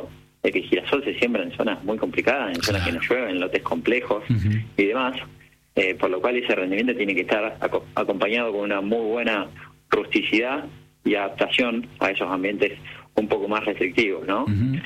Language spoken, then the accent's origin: Spanish; Argentina